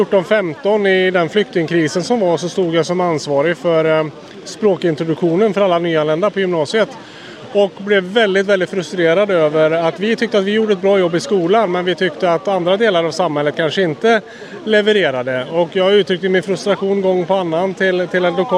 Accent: Mariestad, Västra Götaland County, Sweden; Jag är från Mariestad.

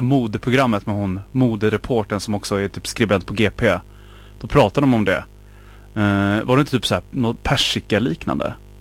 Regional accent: Skåne, Sweden; Jag är ju från Skåne, ja.

